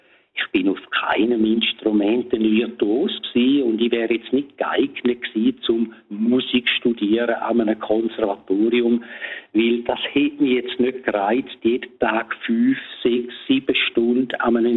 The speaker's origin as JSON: {"language": "German", "town": "Domat/Ems", "region": "Graubünden", "country": "Switzerland", "tie": "born or raised there"}